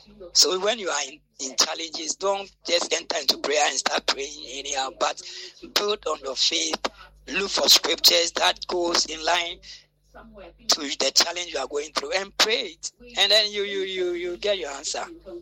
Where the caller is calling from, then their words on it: Tema, Greater Accra, Ghana; Yeah, good morning. Okay … from Tema.